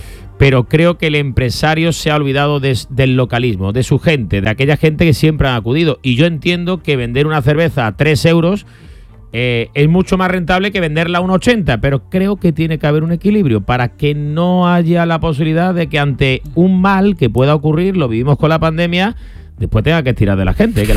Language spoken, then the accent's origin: Spanish; Seville, Andalusia, Spain; yo soy un sevillano que al centro acude muy poco.